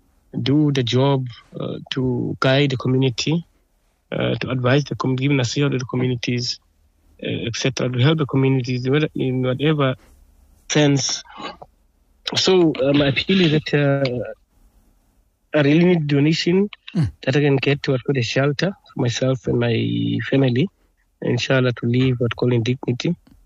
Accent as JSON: {"language": "English", "town": "Khayelitsha", "region": "Western Cape", "country": "South Africa", "lives_now": "Langa, South Africa", "said": "Remember that I studied in Langa. Originally, I'm from Khayelitsha. So I moved here to Langa in 2009 to do this job of imamat."}